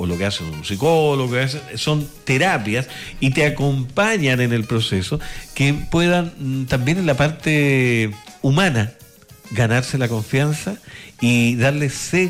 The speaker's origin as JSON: {"language": "Spanish", "town": "Doñihue", "region": "O'Higgins", "country": "Chile", "moved": "yes", "said": "A mí me encantó la idea de ir a Doñihue, porque es mi tierra. Usted sabe que yo vengo de la región de O'Higgins"}